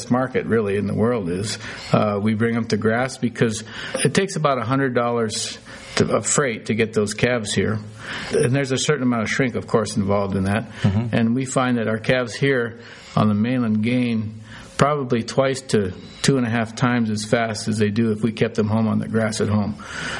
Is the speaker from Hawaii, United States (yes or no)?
yes; Hawaii, United States; I was born and raised in Hawaii. My grandfather got there in 1910 as a school teacher. My father was born on a sugar plantation in Waialua on the island of Oahu. And I was raised at Evo Sugar Company, where my dad eventually became the manager.